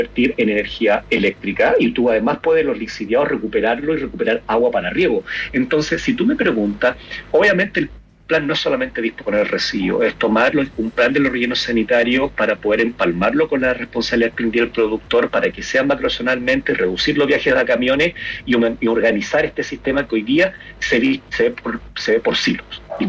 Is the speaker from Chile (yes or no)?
yes; Iquique, Tarapacá, Chile; te digo al tiro, yo soy de Iquique. El comportamiento de la gente de Iquique es muy distinto a la gente